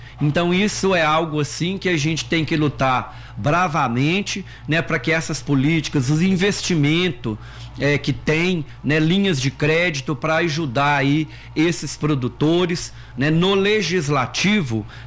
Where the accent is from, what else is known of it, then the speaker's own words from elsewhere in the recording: Pompéu, Minas Gerais, Brazil; Eu sou aqui de Pompéu